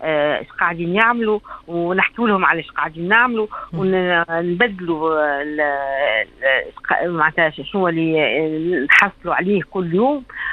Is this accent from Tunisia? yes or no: yes; Tunisia; احنا التوانسة اللي في تونس